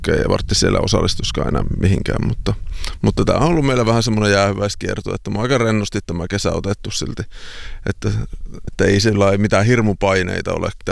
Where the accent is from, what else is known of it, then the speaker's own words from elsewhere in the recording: Kaukonen, Lapland, Finland; pitäisi kotikylällä lopettaa, mistä minä aluviimein kotoisin, niin kuin kaukosesta syntyjään